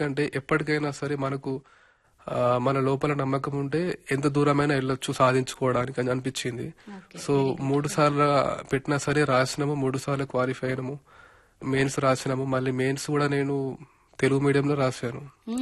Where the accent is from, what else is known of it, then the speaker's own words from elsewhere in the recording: Adilabad, Telangana, India; also born or lived in Pipparwada village / Bodhan / Hyderabad; మా స్వగ్రామం వచ్చేసి పిప్పర్వాడ విలేజ్, ఇప్పుడు ప్రస్తుతం బోరజ్ మండల్లో ఉంది. కానీ చిన్నప్పటి నుంచి ఇక్కడే స్కూల్ లెవెల్లో ఆదిలాబాద్ లో ఉండడము